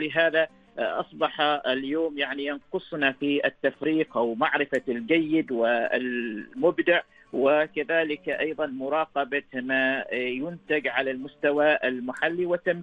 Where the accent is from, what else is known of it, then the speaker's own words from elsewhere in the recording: Oman; عندنا في عمان